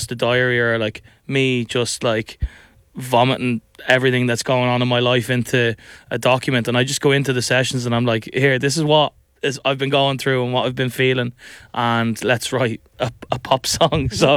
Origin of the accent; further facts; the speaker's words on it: Ireland; I'm an independent Irish artist.